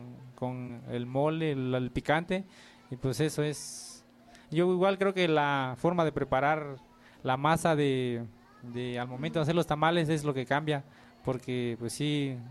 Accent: Guerrero, Mexico; aunque soy de Guerrero, nunca lo había escuchado

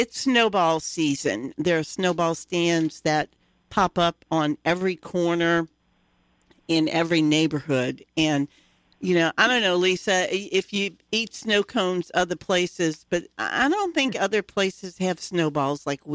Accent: New Orleans, Louisiana, United States; I grew up in the Ninth Ward.

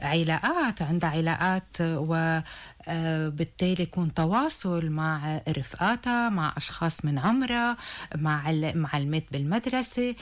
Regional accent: Lebanon

